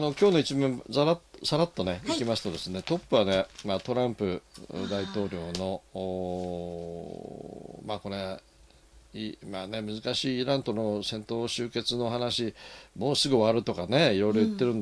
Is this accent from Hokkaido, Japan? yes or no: yes; Hokkaido, Japan; まあ、でも、まあ、僕ら北海道民からすれば北海道大学を目指す土産子の、まあ、高校生っていうかね